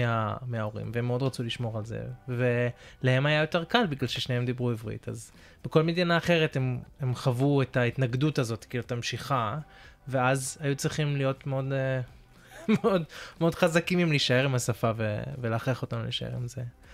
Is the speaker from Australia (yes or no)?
yes; Australia; כי ההורים שלי שניהם ישראלים, וכל אחד, כאילו כל אחד מאיתנו נולד במדינה אחרת, ודי גדלנו פה באוסטרליה.